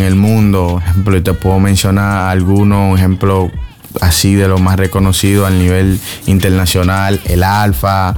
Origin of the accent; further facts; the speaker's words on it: San Cristóbal, Dominican Republic; nosotros quizás que vivimos allá es normal, pero para un turista de cualquier país del mundo es algo que se lo disfrutan quizás tan mejor que nosotros mismos que somos de República